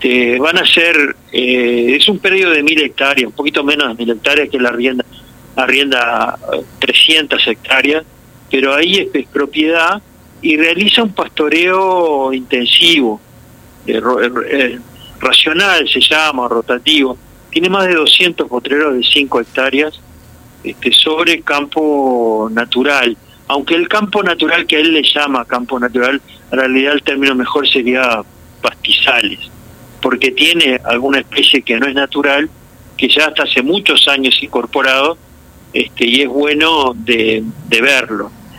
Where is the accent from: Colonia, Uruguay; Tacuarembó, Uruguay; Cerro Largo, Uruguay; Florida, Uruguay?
Cerro Largo, Uruguay; Mira, ahora me agarras en Montevideo. Mañana salgo para Jun, con muchas saudades de los pagos de Cerro Largo, pero bueno, así triangulando entre Rocha, Montevideo y Jun.